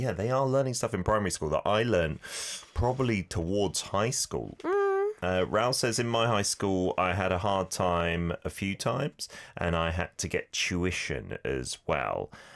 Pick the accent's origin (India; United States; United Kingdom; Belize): United Kingdom; I'm from Great Britain.